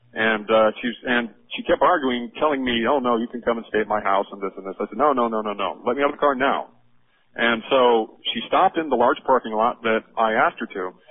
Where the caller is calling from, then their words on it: Monmouth, Oregon, United States; I'm calling from Monmouth, Oregon.